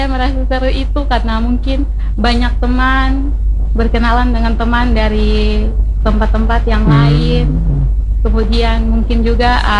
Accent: Alor, East Nusa Tenggara, Indonesia; now in Kupang, Indonesia; Saya aslinya dari Alor.

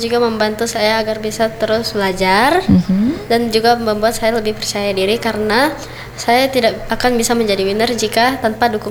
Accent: Tolitoli, Central Sulawesi, Indonesia; Saya berasal dari Kabupaten Tal-Tali.

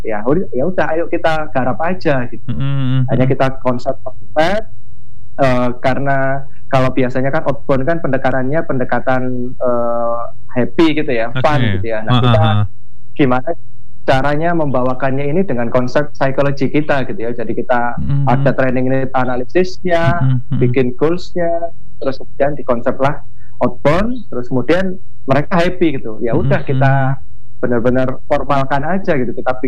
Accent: Pasuruan, East Java, Indonesia; saya kebetulan dulunya itu di Pasuruan, Mas Ili. Jadi teman-teman dari Pasuruan itu tanya-tanya gitu

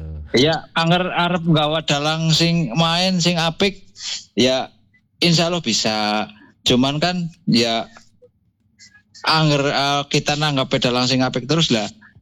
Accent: Purbalingga, Central Java, Indonesia; karena kebanggaan kita kelahir asal dari Kabupaten Purbalingga.

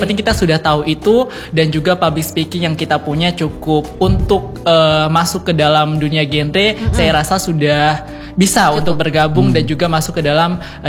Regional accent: Central Sulawesi, Indonesia; remaja-remaja yang ada di kampung saya khususnya di Kabupaten Parigi Motong sana

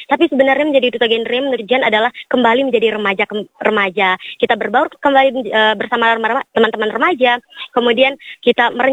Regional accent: Bima, West Nusa Tenggara, Indonesia; now in Mataram, Indonesia; karena saya sendiri berasal dari kota Bima.

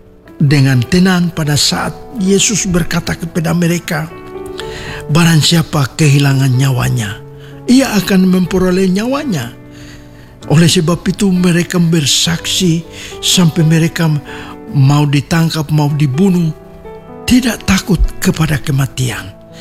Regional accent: Papua, Indonesia; Jadi perkataan ini juga pasti dikatakan oleh Yahweh Nusiado kepada kita orang Papua

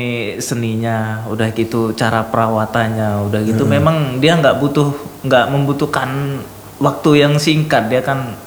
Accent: Stabat, North Sumatra, Indonesia; moved away; di kampung halaman saya, kebetulan di Stabat

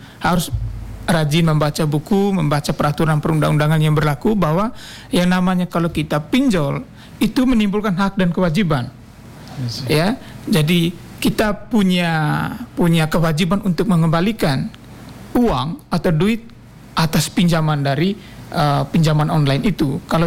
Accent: Nangaba, East Nusa Tenggara, Indonesia; now in Semarang, Indonesia; Saya asli Ataende.

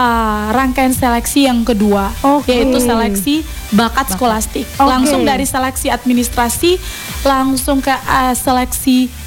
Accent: Ende, East Nusa Tenggara, Indonesia; moved away as an adult; Asal saya dari ND, saya putri asli

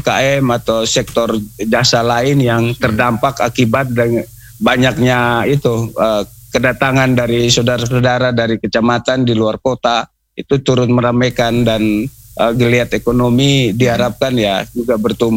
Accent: East Nusa Tenggara, Indonesia; sebagai warga Kabupaten ND, Leo, Nage, Sarepawe gitu.

